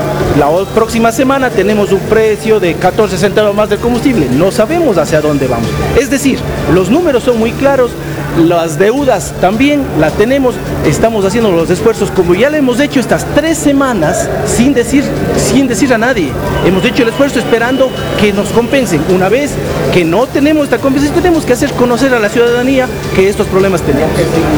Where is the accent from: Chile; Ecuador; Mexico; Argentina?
Ecuador; Cuenca, Azuay; los que somos cuencanos